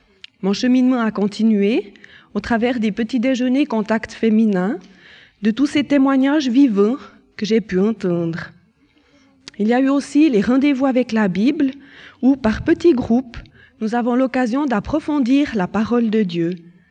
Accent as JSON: {"language": "French", "town": "Lausanne", "region": "Vaud", "country": "Switzerland", "tie": "born there", "said": "Je suis née à Lausanne et j'ai été baptisée dans la foi catholique. En famille, nous allions tous les dimanches à la messe."}